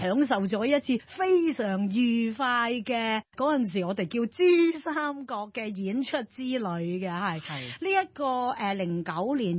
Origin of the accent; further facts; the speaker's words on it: Hong Kong; 咁成个团队包括演员，我哋香港人嘅表演咧，确实同内地嘅风格咧系有啲唔一样嘅。